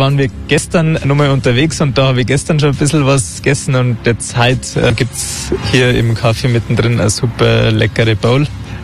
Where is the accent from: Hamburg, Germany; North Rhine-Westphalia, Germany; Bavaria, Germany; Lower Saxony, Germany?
Bavaria, Germany; Bad Tölz; Ist natürlich auch bei uns in Bad Tölz historisch wahrscheinlich auch bedingt.